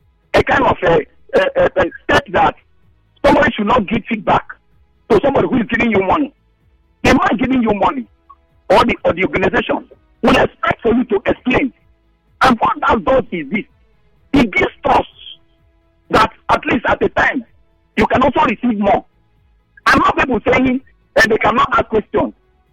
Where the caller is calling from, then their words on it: Nigeria; I'm calling you from Rema Community.